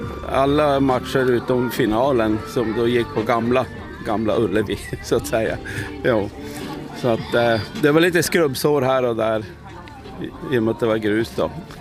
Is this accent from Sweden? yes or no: yes; Piteå, Norrbotten County, Sweden; Ja, vi åkte ifrån Piteå då.